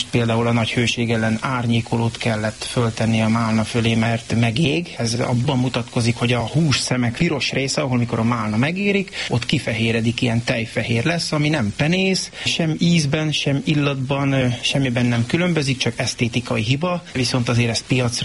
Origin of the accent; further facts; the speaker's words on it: Varsány, Nógrád, Hungary; Igen, én úgy nőttem föl, hogy 10-12 éves koromban hajnal 4-kor ébresztettek, hogy menni kell málnát szedni, és nem volt, aki vigyázzon ránk, és nekünk is kellett menni a málnába. Hát akkor még itt Varsány területén hatalmas málnások voltak